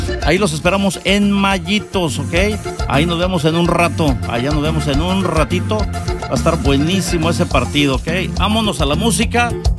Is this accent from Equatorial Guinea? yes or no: no; Morelia, Michoacán, Mexico; A mis paisanos de mi ciudad natal, Morelia, Michoacán